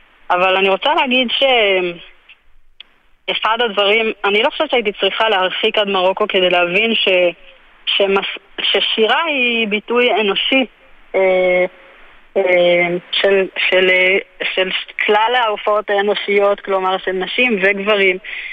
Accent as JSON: {"language": "Hebrew", "region": "Jerusalem District", "country": "Israel", "tie": "born or raised there", "said": "וגדלתי בכפר הירושלמי וספגתי במהלך הילדות והנעורים שלי הרבה מסורות ירושלמיות בבתי הכנסת השונים."}